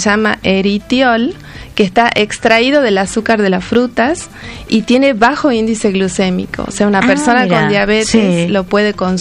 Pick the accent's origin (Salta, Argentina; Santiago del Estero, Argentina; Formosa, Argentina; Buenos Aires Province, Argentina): Salta, Argentina; moved away; also born or lived in Tucumán; soy salteña